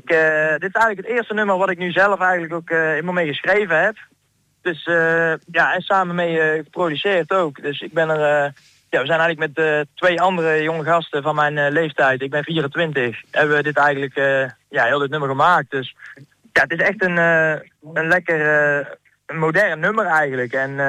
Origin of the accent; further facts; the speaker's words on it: Dongen, North Brabant, Netherlands; ik kom uit het Brabantse Dongen, tussen Tilburg en Breda gelegen.